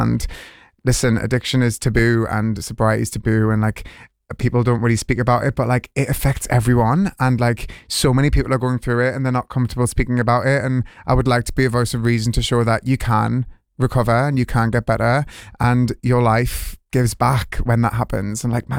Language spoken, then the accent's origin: English; South Shields, North East England, United Kingdom; moved away; come home and, like, tell my story to my hometown